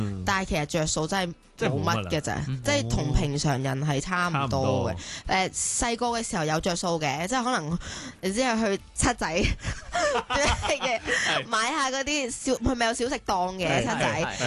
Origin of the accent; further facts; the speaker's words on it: Hong Kong; 是啊，我是土生土长的。我都挺 proud of 自己的。我是直头觉得我是我比很多香港人更香港人。